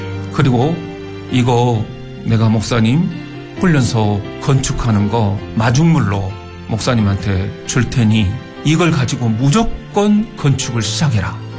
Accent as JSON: {"language": "Korean", "town": "Haenam", "region": "South Jeolla", "country": "South Korea", "tie": "born or raised there", "said": "저는 극동방송이 제가 이제 땅끝에서 태어났거든요."}